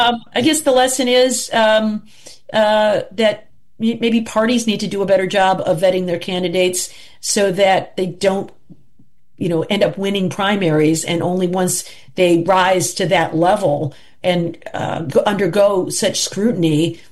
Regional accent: Michigan, United States; We've done that in my home state of Michigan.

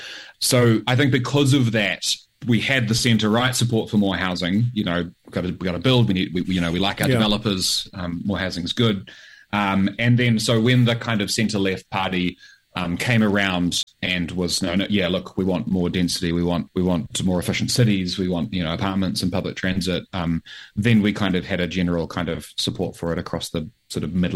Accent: New Zealand; as a Kiwi

